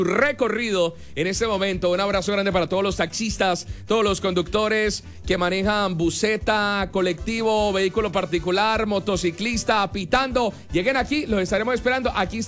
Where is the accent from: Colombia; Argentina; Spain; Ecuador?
Colombia; Sí, para identificarnos como buenos colombianos.